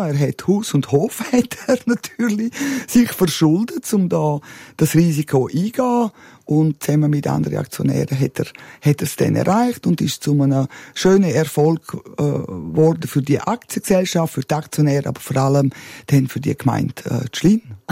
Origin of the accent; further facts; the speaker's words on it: Martina, Graubünden, Switzerland; Martina war ein Grenzort. Wir sind ja im Hotel aufgewachsen, nebenzu ein Kiosk und eine Tankstelle, ein Familienbetrieb, ein klassischer Familienbetrieb.